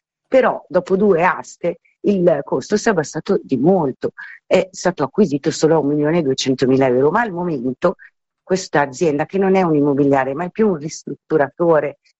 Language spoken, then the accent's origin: Italian; Milan, Lombardy, Italy; accent: Milanese; now in Livorno, Italy; io sono di Milano, come sentite dal mio accento, e vivo a Livorno